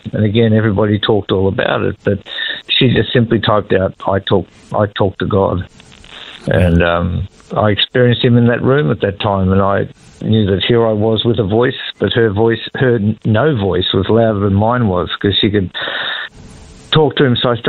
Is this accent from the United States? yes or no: no; Ballarat, Victoria, Australia; moved away as an adult; also born or lived in Benalla / Northern Territory / Queensland; now in Alice Springs, Australia; Was born and raised on Wathaurong land, which is in Ballarat in Victoria. So, was there for the first 21 years of my life, and then a couple of years in Benalla, and then about 40 years in the Territory. It's going to make me sound really old now. And there was about 10 years in Queensland